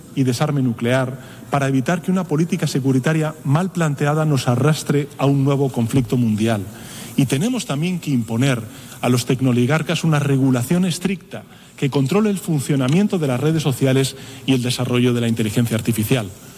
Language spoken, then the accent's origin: Spanish; Spain; En mi país, señoras y señores, España